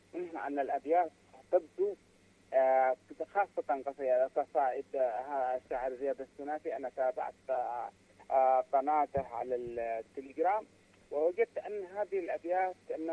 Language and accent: Arabic; Tihama, Yemen; عندنا في تهامة